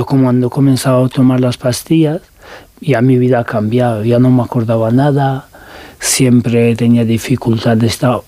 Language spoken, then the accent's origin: Spanish; Tehran, Tehran Province, Iran; born or raised there; Spanish is a second language